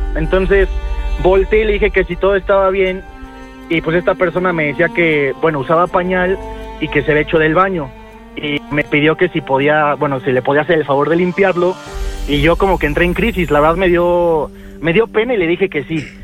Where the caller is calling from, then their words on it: Mexico City, Mexico; De la Ciudad de México.